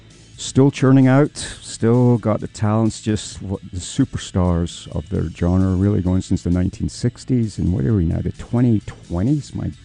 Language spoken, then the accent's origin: English; United Kingdom; now in San Juan County, United States; I am the immigrant. I'm going to be here for the next few hours spinning stuff, particularly featuring an export from my home country, which is the United Kingdom.